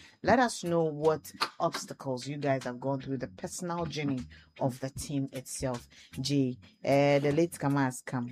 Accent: Elmina, Central Region, Ghana; Just because we are from Elmina.

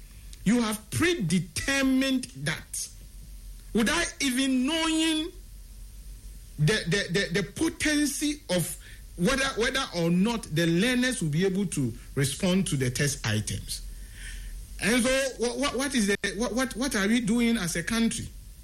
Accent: Ghana; we Ghanaians, as citizens

